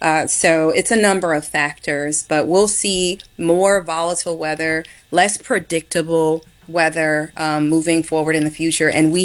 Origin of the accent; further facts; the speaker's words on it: Chicago, Illinois, United States; it was super cool growing up in Chicago in the 90s.